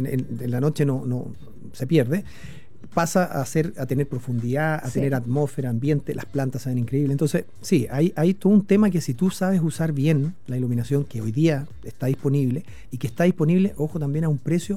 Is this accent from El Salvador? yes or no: no; Chile; nosotros bien patujos, como buenos chilenos